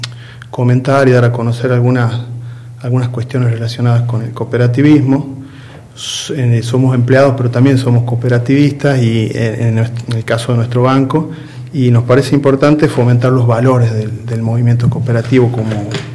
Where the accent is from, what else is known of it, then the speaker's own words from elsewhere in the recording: Tucumán, Argentina; moved away as an adult; now in Cipolletti, Argentina; Vengo de la provincia de Tucumán, hace un año que estoy acá en la Patagonia, en Cipolletti, viviendo acá.